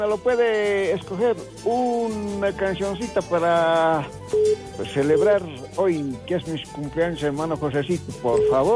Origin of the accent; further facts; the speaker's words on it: Alto Saucarí, Oruro, Bolivia; Después a mi pueblo, a Alto Saucarí